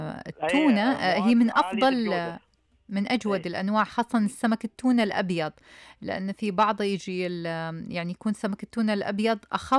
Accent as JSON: {"language": "Arabic", "region": "Eastern Province", "country": "Saudi Arabia", "said": "الهامور اللي عندنا في الشرقية في السعودية،"}